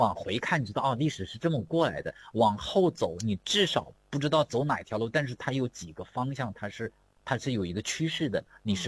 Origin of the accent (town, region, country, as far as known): China